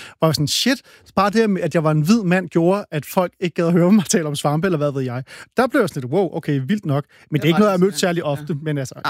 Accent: Hillerød, Capital Region of Denmark, Denmark; Ja, jeg er fra Hillerød.

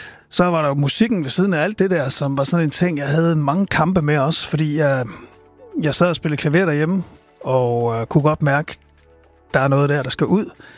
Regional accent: Silkeborg, Central Denmark Region, Denmark; moved away; also born or lived in Aarhus; Jeg er født i Aarhus, og så flyttede mine forældre til Silkeborg, da jeg var 1.

